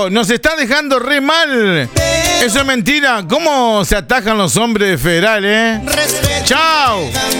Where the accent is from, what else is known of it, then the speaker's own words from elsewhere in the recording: Concordia, Entre Ríos, Argentina; Los de Concordia somos recontrafieles.